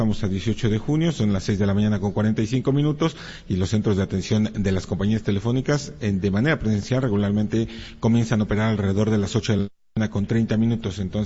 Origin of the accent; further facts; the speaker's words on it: Mexico; como mexicanos, y es una gran mayoría